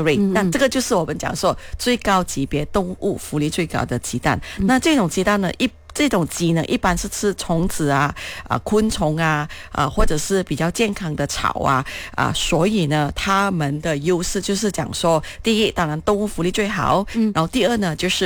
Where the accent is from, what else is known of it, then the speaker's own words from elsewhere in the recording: Malaysia; 我们马来西亚人